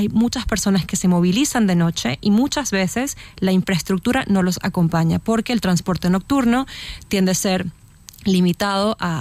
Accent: Caracas, Capital District, Venezuela; yo soy de Venezuela y en Venezuela empecé a estudiar la importancia de la noche como espacio para socializar, ¿no? Habiendo crecido en Caracas

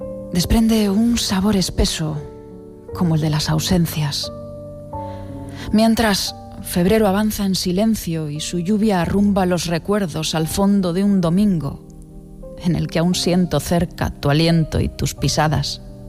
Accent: Tineo, Asturias, Spain; porque soy de Tineo, en el occidente asturiano, y es una zona en la que la sierra, pues para mí la nieve era cosa de diario

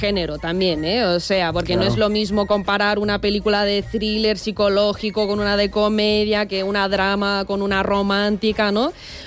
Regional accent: Russia; Buah, sí, sí, sí, me encanta el verano. Y siendo rusa, ¿eh? Sí.

